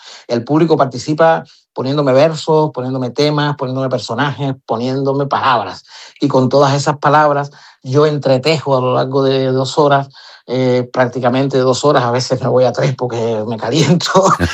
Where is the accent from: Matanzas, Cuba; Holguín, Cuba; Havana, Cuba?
Havana, Cuba; born there; Yo soy nacido en La Habana, en la capital, pero mi padre era de Pinar del Río